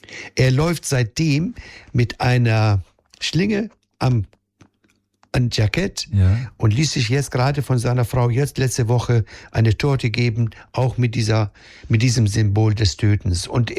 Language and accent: German; Palestine; now in Germany; als Palästinenser nicht und als Bürger dieses Landes auch nicht